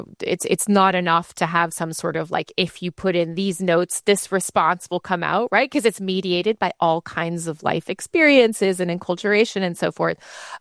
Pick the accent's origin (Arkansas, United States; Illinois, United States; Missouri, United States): Missouri, United States; St. Louis; I grew up in St. Louis, Missouri.